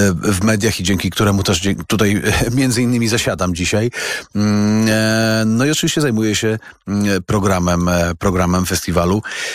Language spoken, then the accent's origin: Polish; West Pomeranian Voivodeship, Poland; born or raised there